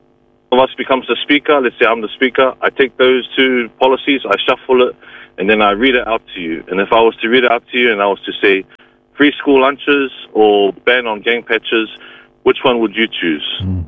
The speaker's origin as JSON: {"language": "English", "country": "New Zealand", "tie": "born or raised there", "said": "growing up in the culture and growing up in New Zealand"}